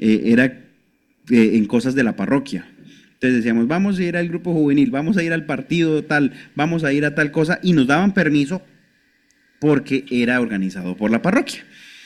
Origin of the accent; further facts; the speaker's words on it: Gachetá, Cundinamarca, Colombia; also born or lived in Bogotá; Yo soy, aunque nací en Bogotá, pero crecí en un municipio de Cundinamarca que se llama Gachetá.